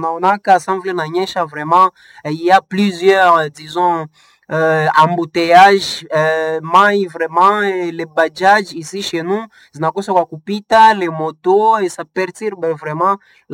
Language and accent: French; Butembo, North Kivu, DR Congo; ici chez nous à Butembo.